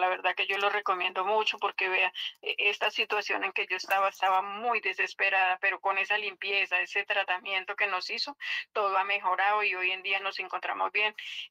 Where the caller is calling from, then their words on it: Simijaca, Cundinamarca, Colombia; Habla con … aquí lo estoy llamando de Simijaca, Cundinamarca.